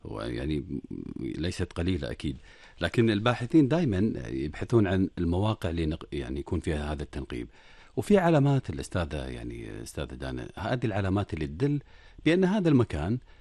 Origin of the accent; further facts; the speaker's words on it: Kuwait; عندنا في الكويت